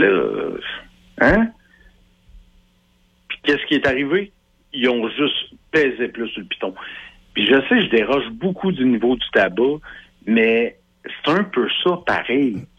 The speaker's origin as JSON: {"language": "French", "town": "Drummondville", "region": "Quebec", "country": "Canada", "said": "Puis je viens de Drummondville, OK?"}